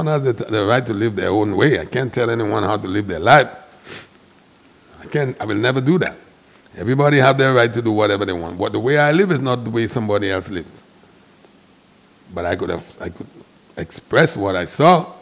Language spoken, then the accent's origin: English; St. Lucia; Well, I'm from Castro East.